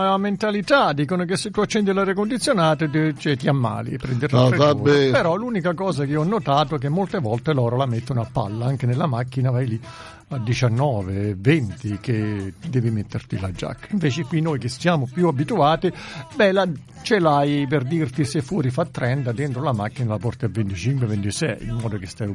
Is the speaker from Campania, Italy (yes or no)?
yes; Petruro Irpino, Campania, Italy; born there; moved away; la vacanza si è spostata al mio paese, Petruro Irpino